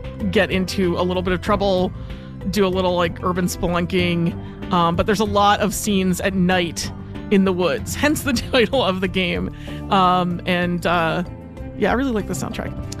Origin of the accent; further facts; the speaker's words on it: New Jersey, United States; I'm from Jersey. I have a lot of friends who grew up down the shore. I did not grow up down the shore. I grew up in South Jersey. Very much in the Philly burbs, just like 20 minutes, 15 minutes over the Ben Franklin Bridge.